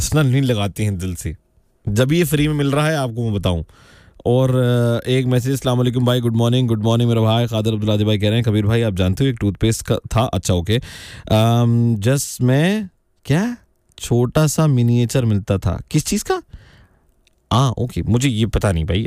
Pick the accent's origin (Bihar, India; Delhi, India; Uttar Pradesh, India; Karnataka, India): Delhi, India; मैं जहाँ से आता हूँ दिल्ली पटला उसे